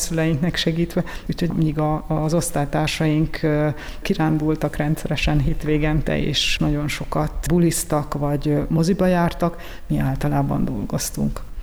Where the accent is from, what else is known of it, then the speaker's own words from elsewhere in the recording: Győr, Győr-Moson-Sopron, Hungary; gyerekként Sopronban voltunk hétvégente